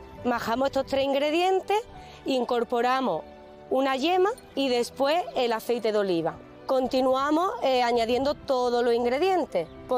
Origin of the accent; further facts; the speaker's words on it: Jaén, Andalusia, Spain; born there; una receta que es típica de la zona de donde yo nací, que es Jaén.